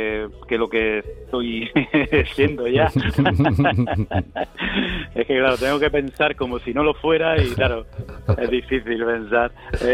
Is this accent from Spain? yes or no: yes; Spain; siendo de aquí del sur.